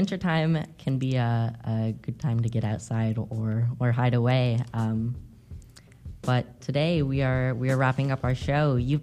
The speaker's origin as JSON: {"language": "English", "town": "Fairbanks", "region": "Alaska", "country": "United States", "tie": "born or raised there", "said": "See, I'm into that. That's I grew up in Fairbanks. That's top tier activities."}